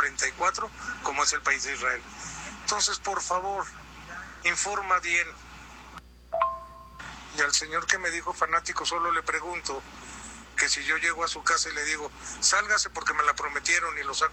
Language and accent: Spanish; Lebanon; Porque yo soy libanés y lo he vivido de primera línea.